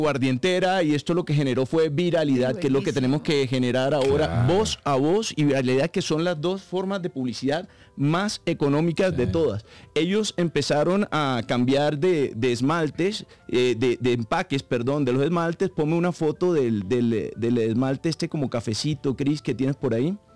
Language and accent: Spanish; Colombia; deberíamos sentirnos como colombianos orgullosos